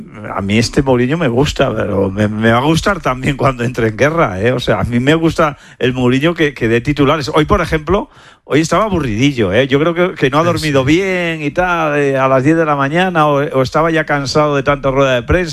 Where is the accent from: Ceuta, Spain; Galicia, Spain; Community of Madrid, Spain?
Galicia, Spain; Igual yo, como soy vecino, como soy gallego y tal.